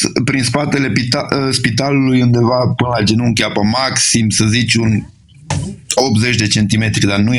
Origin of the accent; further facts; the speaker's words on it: Târnăveni, Mureș County, Romania; acolo am copilărit 16 ani în Târnăveni